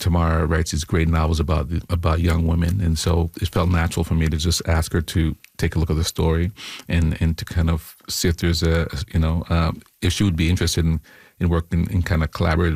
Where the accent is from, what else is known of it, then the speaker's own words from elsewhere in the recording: Jamaica; born there; I mean, I was born in Jamaica